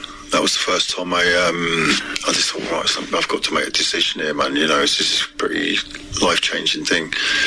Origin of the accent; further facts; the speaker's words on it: England, United Kingdom; Being an English pisshead, like a lot of us are.